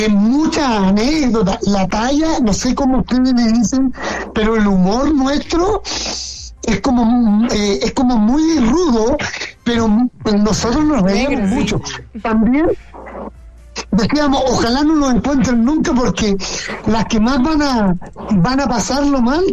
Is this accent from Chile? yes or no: yes; Chile; porque pasaban muchas cosas por la cabeza de nosotros como mineros chilenos